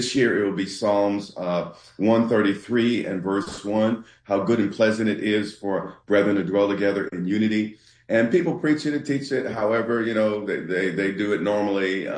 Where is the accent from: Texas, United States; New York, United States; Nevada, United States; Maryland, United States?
New York, United States; Central Islip; also born or lived in New Jersey / Willingboro; I grew up in outside New York City in Long Island, New York, Central Islip.